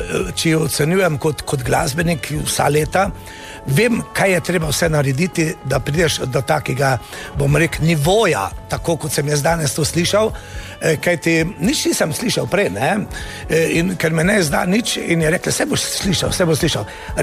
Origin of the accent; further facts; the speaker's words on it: Carinthia, Slovenia; jaz sem Korošec